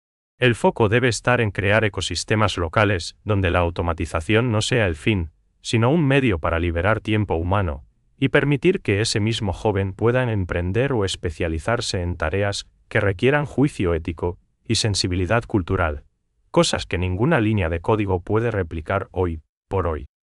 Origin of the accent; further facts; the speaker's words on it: Paraguay; ese sello propio que nos identifica como paraguayos